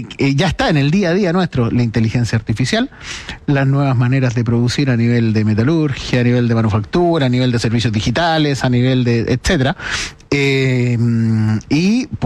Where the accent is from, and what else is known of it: Chile